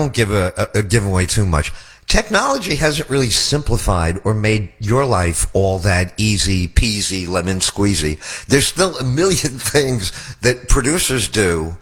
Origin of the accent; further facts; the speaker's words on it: New York, United States; moved away; they're shot on location in my hometown up there, NY.